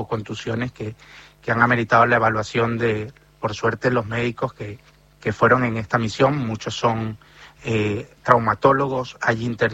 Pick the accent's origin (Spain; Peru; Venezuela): Venezuela; now in Argentina; Más allá de la ayuda del gobierno argentino, que como venezolano estoy bastante agradecido